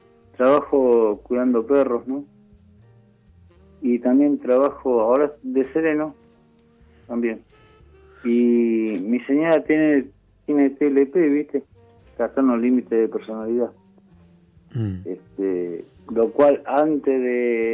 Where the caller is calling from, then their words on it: Morón, Buenos Aires Province, Argentina; De Pontevedra. Vivo en Morón, pero trabajo en Pontevedra. Trabajo hace más de 3 años acá.